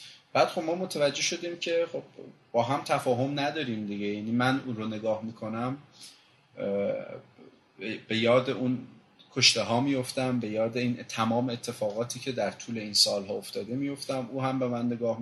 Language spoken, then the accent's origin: Persian; Qom, Iran; تو قم بزرگ شدم و فکر میکنم نزدیک 7 سال تو قم طلبه بودم